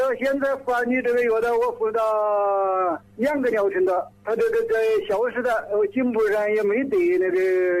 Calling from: Enshi, Hubei, China; 我是湖北恩施的。

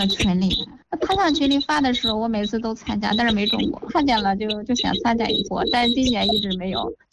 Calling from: Xingtai, Hebei, China; 邢台那边

